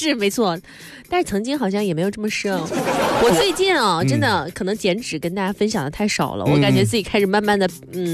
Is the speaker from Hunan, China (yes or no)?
no; Tangshan, Hebei, China; accent: Tangshan; moved away; 你在用我们的家乡话操着一口唐山味儿说出来的